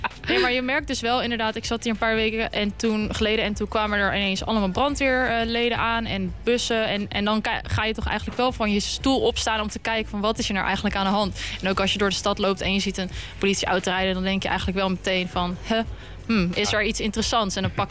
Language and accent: Dutch; Drenthe, Netherlands; moved away as an adult; now in The Hague, Netherlands; ik kom eigenlijk uit Drenthe, dus dat is heel ver weg van Den Haag. Maar ik ben hier 5 jaar geleden komen studeren.